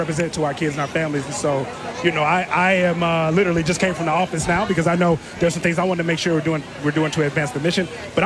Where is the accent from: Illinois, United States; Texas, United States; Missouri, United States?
Illinois, United States; Chicago; moved away as an adult; now in Milwaukee, United States; Born and raised in Chicago.